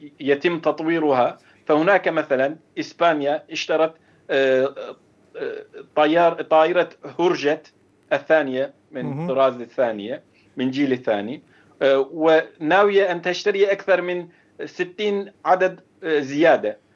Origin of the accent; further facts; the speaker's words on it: Turkey; نحن كشعب تركي وكحكومة التركية